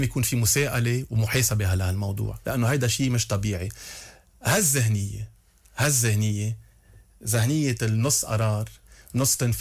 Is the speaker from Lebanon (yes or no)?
yes; Lebanon; أنا كلبناني افتخرت إني لبناني،